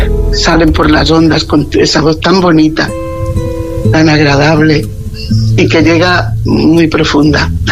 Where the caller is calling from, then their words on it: Mojácar, Andalusia, Spain; de Mojácar.